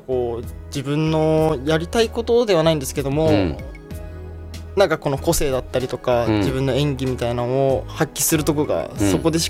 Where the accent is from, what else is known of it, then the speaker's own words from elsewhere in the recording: Okayama, Japan; moved away as an adult; now in Tokyo, Japan; 年齢は26歳、岡山出身です。